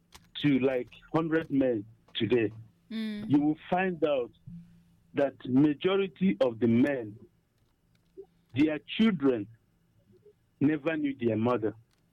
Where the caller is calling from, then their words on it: Enugu, Enugu State, Nigeria; call from Enugu.